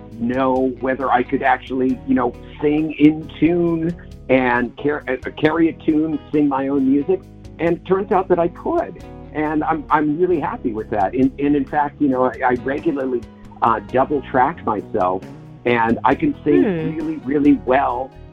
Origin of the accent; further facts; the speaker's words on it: Seattle, Washington, United States; I'm originally from Seattle